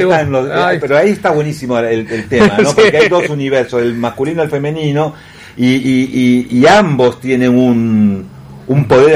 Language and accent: Spanish; La Plata, Buenos Aires Province, Argentina; Yo soy de La Plata.